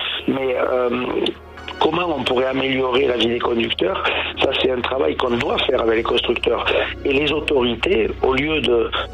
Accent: Chambon, France; Moi je suis de Chambon et elle est à Loudaviel dans les Pyrénées, tu vois.

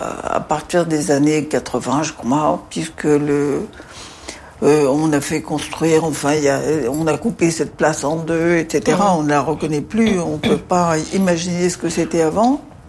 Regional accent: Casablanca, Casablanca-Settat, Morocco; born there; Moi, je suis née à Casablanca, mon père est né en Algérie

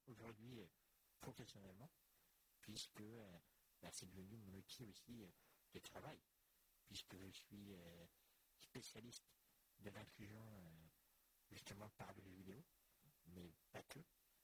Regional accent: Normandy, France; now in Caen, France; je suis né à Fère, dans l'Orne. Donc j'ai vécu une bonne partie de ma jeunesse donc dans un cadre du tout rural, puisque j'ai habité une petite commune qui s'appelait Pouluy, qui avait à peu près 1000 habitants, pas plus.

